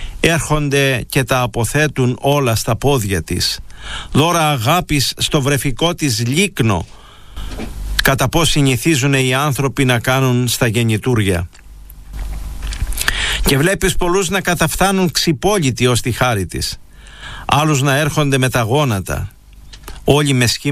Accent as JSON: {"language": "Greek", "region": "Crete", "country": "Greece", "tie": "born or raised there", "said": "Στην Κρήτη, στην πατρίδα μου, εκεί στην ανατολική εσχατιά του νησιού"}